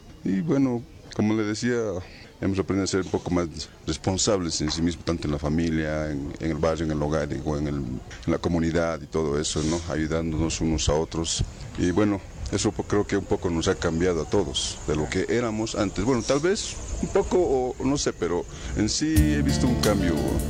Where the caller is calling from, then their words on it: Cochabamba, Bolivia; Yo estoy aquí en Illao, pero yo vivo en Cochabamba, ¿no?